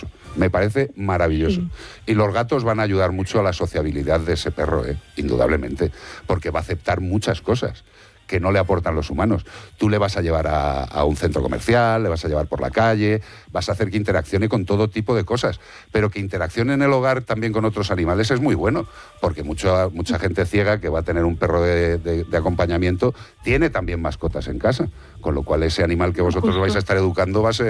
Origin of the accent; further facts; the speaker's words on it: Madrid, Community of Madrid, Spain; born there; Yo nací en Madrid.